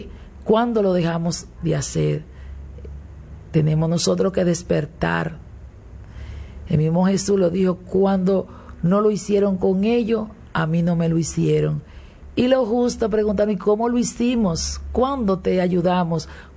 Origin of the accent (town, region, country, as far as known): Dominican Republic